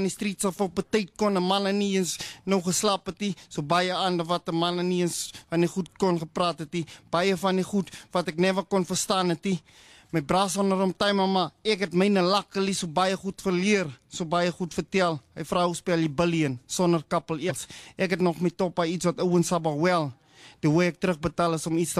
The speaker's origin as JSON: {"language": "Afrikaans", "town": "Klerksdorp", "region": "North West", "country": "South Africa", "said": "ek is van Alabama, man. So'n klein dorp hier in Klerksdorp. En ek moet sê, is die lieflikste plek hier eindelijk"}